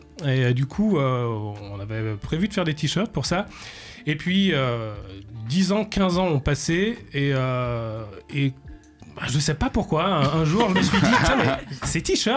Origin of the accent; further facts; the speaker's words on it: Saint-Étienne, Auvergne-Rhône-Alpes, France; moved away as an adult; now in Clermont-Ferrand, France; non, je suis pas auvergnat. Je suis pas très loin. ouais, je suis stéphanois.